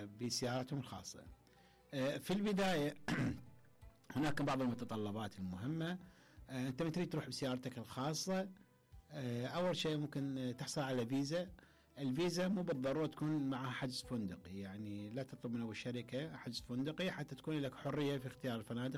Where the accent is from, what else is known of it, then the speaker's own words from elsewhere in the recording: Kirkuk, Kirkuk Governorate, Iraq; احنا من كركوك طريقنا راح يكون عن طريق الرمادي سامره وفلوج وهذه المناطق للنخيل